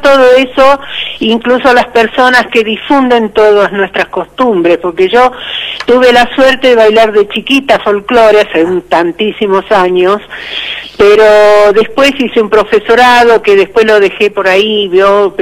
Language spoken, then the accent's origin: Spanish; Escobar, Buenos Aires Province, Argentina; yo soy oriunda de acá de Escobar, nacida, criada y residente.